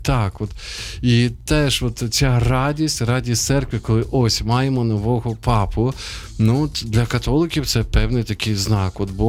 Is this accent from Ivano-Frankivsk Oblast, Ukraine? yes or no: no; Sumy, Sumy Oblast, Ukraine; Мої рідні Суми, загалом не пам'ятаю, коли телефонували.